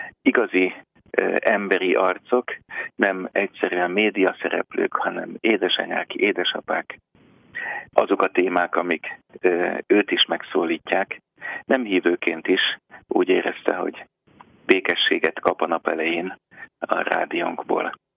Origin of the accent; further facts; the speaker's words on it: Budapest, Hungary; now in Szombathely, Hungary; Igazából én Budapesten második kerületben kertesházban nőttem föl